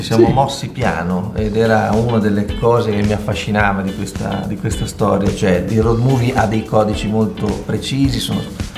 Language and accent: Italian; Santarcangelo di Romagna, Emilia-Romagna, Italy; io sono di Sant'Arcangelo di Roma.